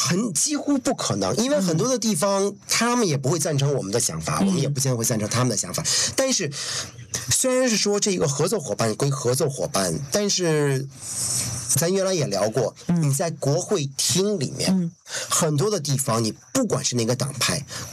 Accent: New Zealand; 作为一个华裔的人来说，可能也是因为在新西兰长大的，对于新西兰系统也有一些了解

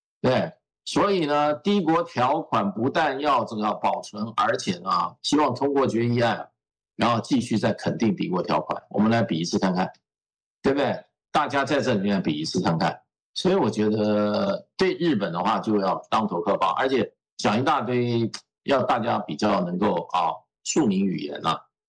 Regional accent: China

